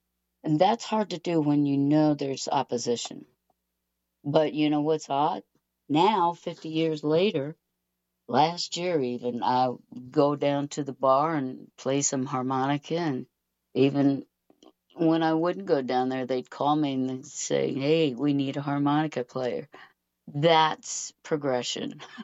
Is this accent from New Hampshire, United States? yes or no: no; Missouri, United States; I'm from Missouri.